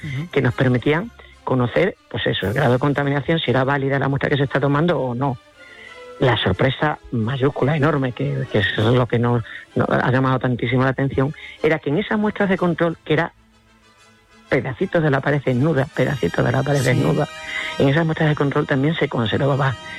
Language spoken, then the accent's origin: Spanish; Extremadura, Spain